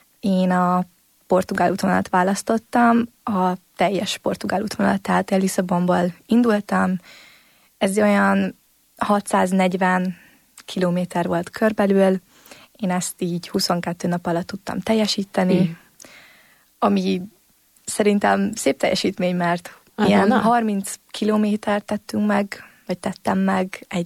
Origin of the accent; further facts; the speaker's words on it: Hungary; now in Budapest, Hungary; Ugye vidéki lány vagyok